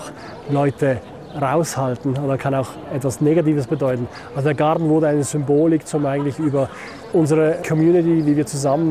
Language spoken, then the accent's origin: German; Switzerland; Also auch für mich als Schweizer, wo nur ein paar hundert Kilometer neben dran wohnt